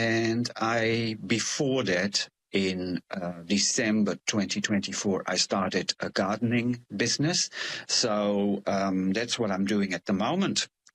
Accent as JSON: {"language": "English", "country": "Netherlands", "second_language": "English", "moved": "as an adult", "lives_now": "New Zealand", "said": "I'm from the Netherlands, where people can be quite direct."}